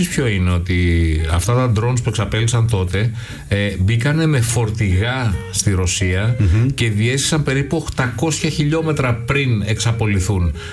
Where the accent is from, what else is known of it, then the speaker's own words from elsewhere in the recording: Corfu, Ionian Islands, Greece; moved away; εγώ επειδή είμαι από την Κέρκυρα